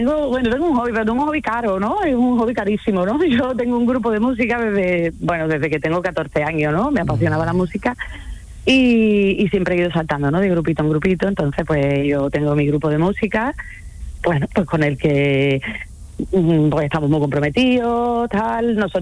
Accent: Seville, Andalusia, Spain; Doca Puzzel, nosotros somos de aquí de Sevilla, sí.

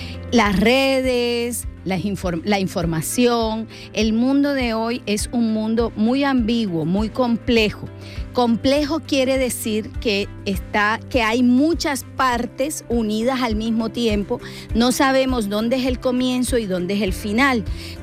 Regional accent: Colombia; especialmente para nosotros los colombianos. Yo soy colombiana

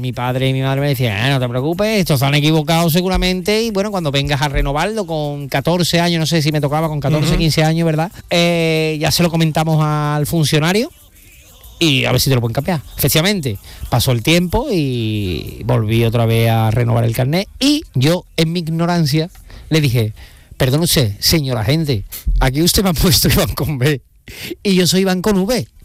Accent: Alcalá de Guadaíra, Andalusia, Spain; Yo nací en el Virgen del Rocío. Pero bueno, mi residencia está en Alcalá de Guadaira desde pequeño. Soy alcalareño, sevillano y alcalareño.

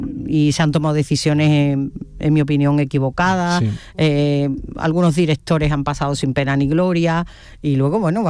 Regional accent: Huelva, Andalusia, Spain; yo soy muy de Huelva

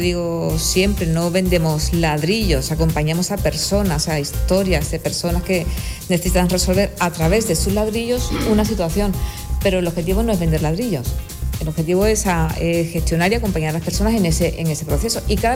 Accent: Algeciras, Andalusia, Spain; also born or lived in Barcelona; soy de Algeciras. Tengo 55 años para 56.

